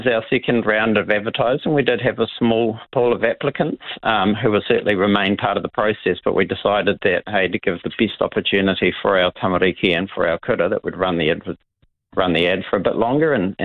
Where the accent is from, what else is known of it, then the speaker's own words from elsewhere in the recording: Westport, West Coast, New Zealand; now in Hokitika, New Zealand; I grew up in Westport.